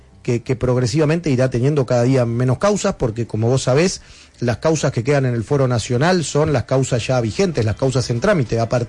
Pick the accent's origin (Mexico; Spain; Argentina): Argentina; Buenos Aires